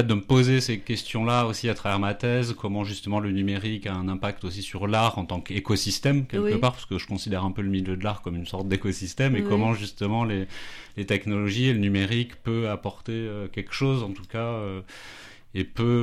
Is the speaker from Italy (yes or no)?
no; Occitanie, France; Dans l'Hérault, en pleine cambrousse, sur un terrain avec beaucoup de forêts, et c'est vrai que des parents aussi très écolos.